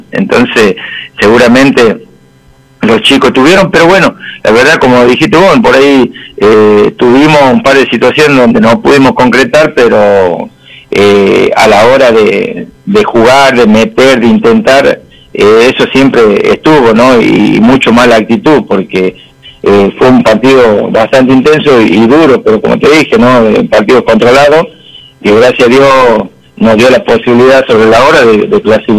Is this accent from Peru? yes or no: no; Argentina; Como todo argentino, frente al televisor